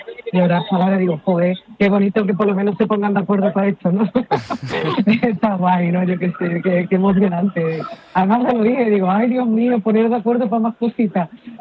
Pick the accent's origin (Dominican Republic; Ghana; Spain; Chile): Spain; Cádiz, Andalusia; born there; llegué con 11 años, bueno, sí, pero bueno, sí. Es verdad que yo siento que llegué a Cádiz, la miré y dije, yo quiero que esta sea mi tierra. Quiero que algún día yo pueda decir, bueno, de hecho siempre digo que soy de Cádiz.